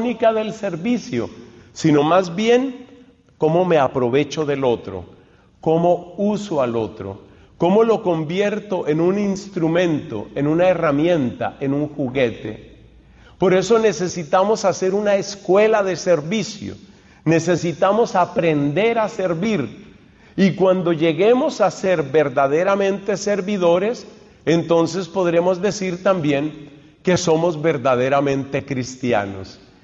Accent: Colombia; soy colombiano para servicio de ustedes

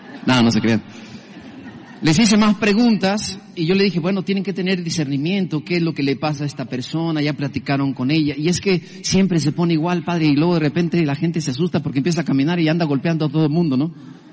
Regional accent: Mexico

